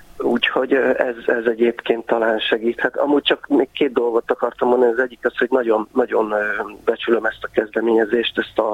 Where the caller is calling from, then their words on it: Budapest, Hungary; Én ilyen több rétegű vidéki budapestiként